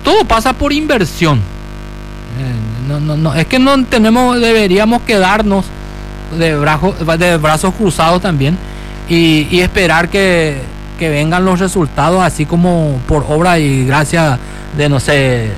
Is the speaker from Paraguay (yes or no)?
yes; Paraguay; nosotros acá en Paraguay